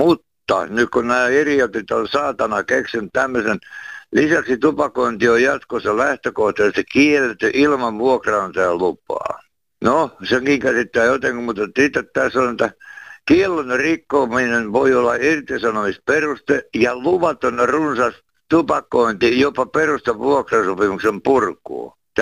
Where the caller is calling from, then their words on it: Tampere, Pirkanmaa, Finland; Ollaan Tampereelta.